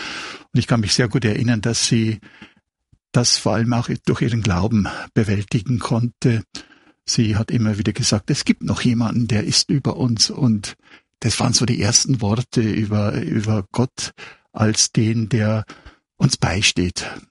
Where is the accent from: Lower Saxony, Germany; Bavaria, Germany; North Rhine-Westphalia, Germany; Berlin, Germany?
Bavaria, Germany; now in Austria; Ich stamme ursprünglich aus Bayern und fühle mich aber in Österreich sehr, sehr wohl.